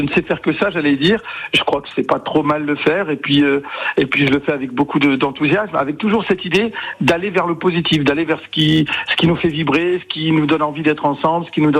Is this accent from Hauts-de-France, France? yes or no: yes; Roubaix, Hauts-de-France, France; je suis né, j'ai grandi à Roubaix, donc c'était la ville la plus pauvre de France. Et c'est vrai que là où on vivait, autour de nous, il y avait beaucoup de précarité, de violence